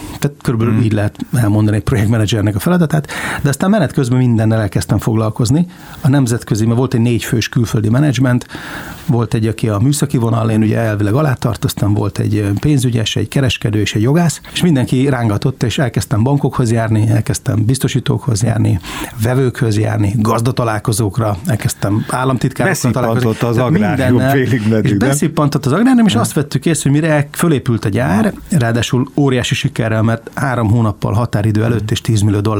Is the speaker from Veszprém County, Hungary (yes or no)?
no; Székesfehérvár, Fejér, Hungary; Székesfehérváron nőttem föl, egy gimnáziumba jártam